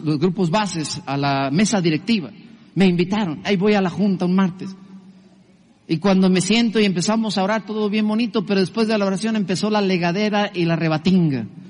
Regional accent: Mexico

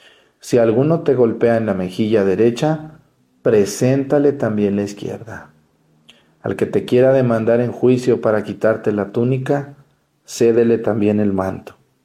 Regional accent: Mexticacán, Jalisco, Mexico; Miren, les voy a poner el ejemplo de mi pueblo. Mi pueblo Mesticacán es un pueblo muy pequeño, casi un rancho.

